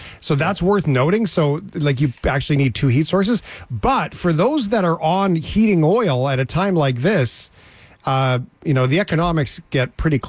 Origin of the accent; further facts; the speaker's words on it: Alberta, Canada; and I'm from Alberta, so natural gas was everywhere, and at least for most of my adult life. So, I mean, I've kind of grown up around natural gas.